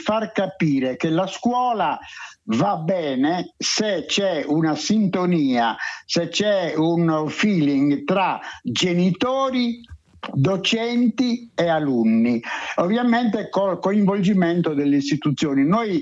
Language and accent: Italian; Perdasdefogu, Sardinia, Italy; noi stiamo vivendo nel mio paese, che è il paese noto per i centenari